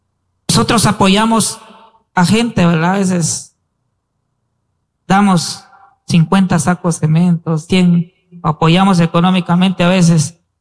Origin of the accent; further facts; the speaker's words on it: Guatemala; also born or lived in Guatemala City; Yo aquí nací, aquí crecí y regresé otra vez a mi pueblo.